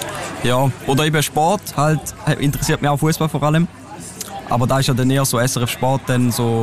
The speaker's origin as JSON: {"language": "German", "region": "Eastern Switzerland", "country": "Switzerland", "said": "Ja, also als Ostschweizer St. Gallen."}